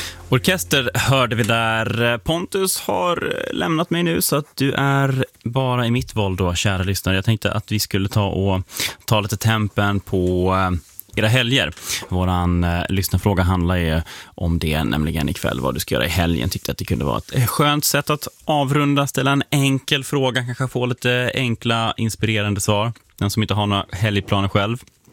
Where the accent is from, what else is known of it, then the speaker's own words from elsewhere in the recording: Norrland, Sweden; moved away; åtminstone i de delar av Norrland där jag kommer ifrån.